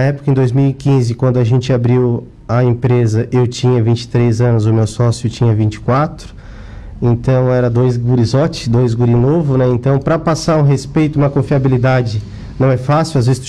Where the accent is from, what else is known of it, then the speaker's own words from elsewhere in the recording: Içara, Santa Catarina, Brazil; Sou natural de Sara.